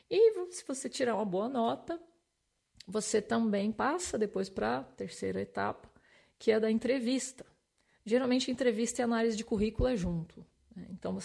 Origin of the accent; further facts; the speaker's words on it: Santa Catarina, Brazil; eu fiz lá na Universidade Federal de Santa Catarina, porque eu sou catarinense